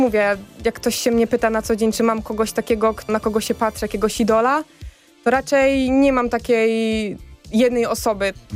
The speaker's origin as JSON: {"language": "Polish", "town": "Chełm", "region": "Lublin Voivodeship", "country": "Poland", "tie": "born or raised there", "said": "wróciłam z powrotem do mojego rodzinnego miasta"}